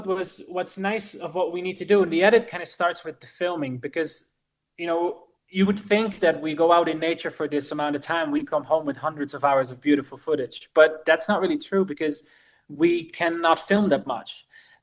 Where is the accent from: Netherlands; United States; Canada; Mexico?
Netherlands; English is a second language; At the moment, you know, we are from the Netherlands.